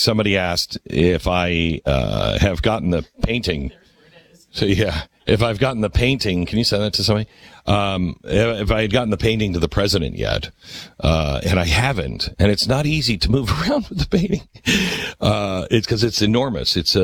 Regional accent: England, United Kingdom; I could go over and say I'm an Englishman my whole life, but they never think I was English.

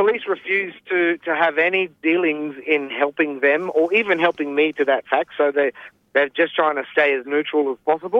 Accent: Queensland, Australia; I come from the Wangan and Yagalingu people, and I live inside of a tribal autonomous clan group zone

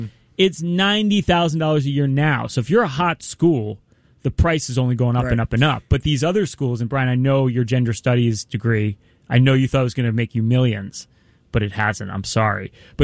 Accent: Philadelphia, Pennsylvania, United States; Because I'm from Philadelphia.

